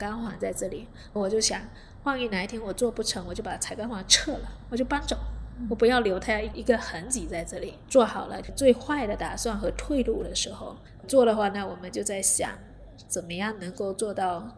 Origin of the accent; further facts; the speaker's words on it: Fujian, China; 然后而且我从福建来的，很喜欢吃新鲜，不喜欢冰冻的啊